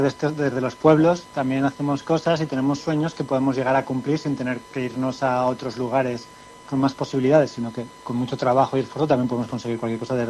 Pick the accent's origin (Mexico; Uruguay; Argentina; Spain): Spain; Sabiñánigo, Aragon; yo soy de Sabiñánigo y mi familia es de un pueblo que es de Larre, que está pegado a Sardas